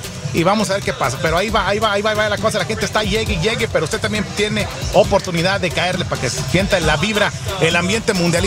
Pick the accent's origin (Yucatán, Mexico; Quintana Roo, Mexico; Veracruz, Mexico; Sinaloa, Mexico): Sinaloa, Mexico; De Sinaloa, paisano mío.